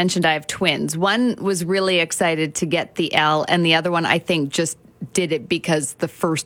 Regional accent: Prince George, British Columbia, Canada; I grew up in Prince George a few years ago

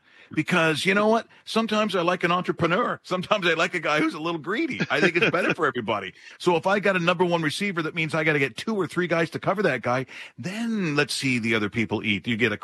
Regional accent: Ireland; I'm Irish, so swearing's an art form.

